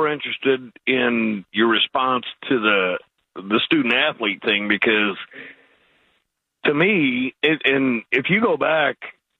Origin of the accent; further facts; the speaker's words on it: St. Louis, Missouri, United States; I'm from St. Louis, but yeah